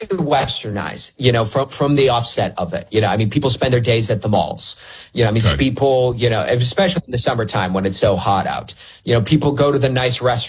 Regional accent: Cleveland, Ohio, United States; born or raised there; now in Qatar

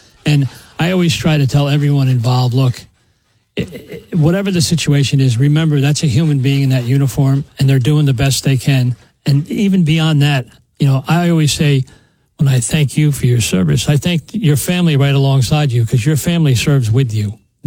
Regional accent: Monroe, New York, United States; I came from Monroe, New York, so I've been in the area my whole life.

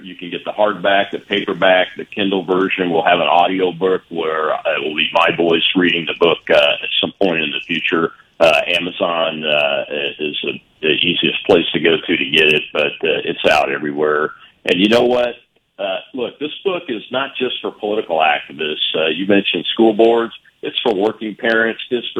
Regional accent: Tennessee, United States; I talk about growing up in West Tennessee, the land of Colonel David Crockett, two-time congressman, man that died at the Alamo to found Texas, because that's the type of people that helped raise me and where I grew up.

